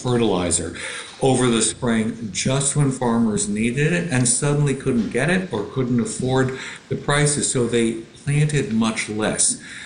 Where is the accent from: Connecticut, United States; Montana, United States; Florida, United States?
Connecticut, United States; my brother, who lives in New York, but we grew up in Connecticut, he can't get enough of apples.